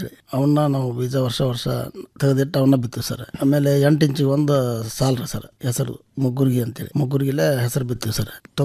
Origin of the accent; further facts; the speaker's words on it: Dyamahunasi, Karnataka, India; ಗದಗ ಜಿಲ್ಲಾ ಗಜೇಂದ್ರಗಡ ತಾಲೂಕು ದ್ಯಾಮುಣಸಿ ಅಂತ ಸರ್ ನಮ್ಮೂರು.